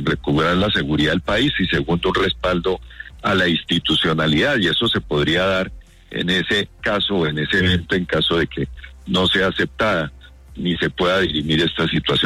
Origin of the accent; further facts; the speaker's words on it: Colombia; lo que uno quiere como colombiano es que haya una transición de gobierno lo más normal posible